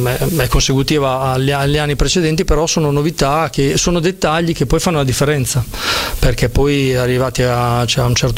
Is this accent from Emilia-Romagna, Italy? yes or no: yes; Sasso Marconi, Emilia-Romagna, Italy; io sono di Sasso Marconi, no? Quindi un paesino piccolo, tantissimi tifosi del Bologna, se non tutti